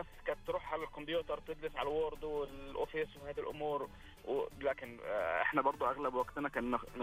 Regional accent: Egypt; moved away; وأنا من الديرة أو من قرية جنب يعني في مصر، كنا نروح أحيانا الحقل والغيط

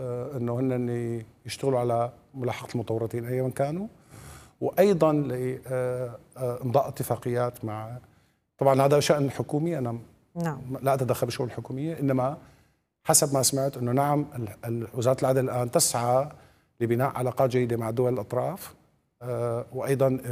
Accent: Syria; احنا كسوريين

